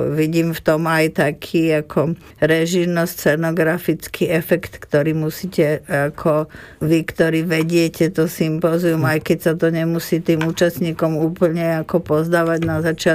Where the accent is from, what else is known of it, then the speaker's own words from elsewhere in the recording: Bratislava, Bratislava Region, Slovakia; born there; moved away; also born or lived in Prague; ako kedysi u nás doma v Bratislave.